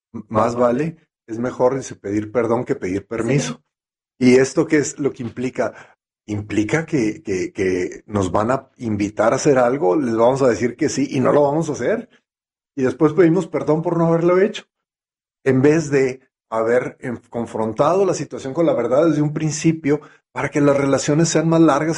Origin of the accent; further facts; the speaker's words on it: Mexico; moved away; nosotros que venimos de México